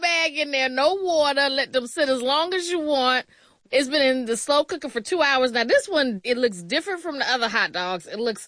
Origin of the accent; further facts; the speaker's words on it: North Carolina, United States; Okay, so for my hot dogs, I'm from North Carolina.